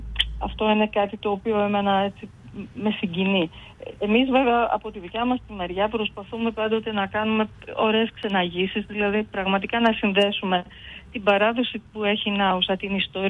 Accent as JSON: {"language": "Greek", "country": "Germany", "tie": "born or raised there", "moved": "as an adult", "lives_now": "Naousa, Greece", "said": "Ναι, εκεί μεγάλωσα, εκεί σπούδασα."}